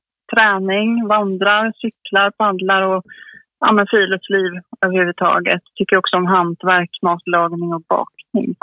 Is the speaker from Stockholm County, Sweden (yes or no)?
no; Örebro, Örebro County, Sweden; Jag bor i Örebro. Jag är uppvuxen i Örebro och har bott där hela barndomen och flyttade sen för studier.